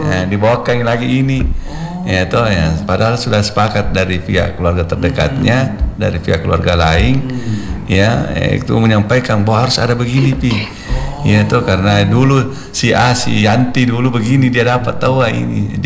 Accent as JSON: {"language": "Indonesian", "region": "South Sulawesi", "country": "Indonesia", "said": "di budaya kita Bugis Makassar"}